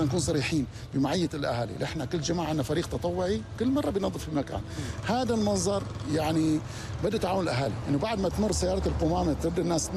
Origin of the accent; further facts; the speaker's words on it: Deir Atiyah, Rif Dimashq, Syria; يميز بلدتنا لحنا أو مدينتنا، هو الحالة المجتمعية